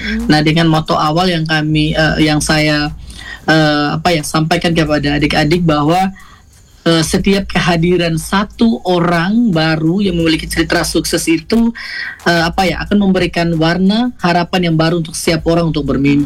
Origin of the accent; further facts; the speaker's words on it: East Nusa Tenggara, Indonesia; Saya dari Pulau Sumba, tepatnya di Sumba Barat Daya yang senjanya sangat indah.